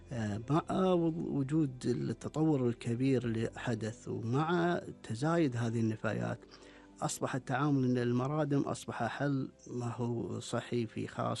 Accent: Kuwait; عندنا بالكويت

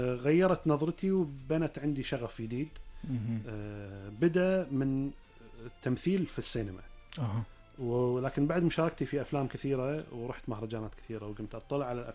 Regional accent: Kuwait; احنا بالكويت عندنا صناعه للمسلسلات

